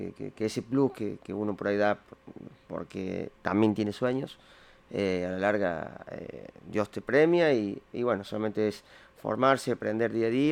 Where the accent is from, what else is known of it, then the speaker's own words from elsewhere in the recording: Alta Gracia, Córdoba, Argentina; now in Córdoba, Argentina; Yo desde que me fui acá de Altagracia a Córdoba, solamente quería capacitarme, esforzarme, y era como hacer una facultad, decía.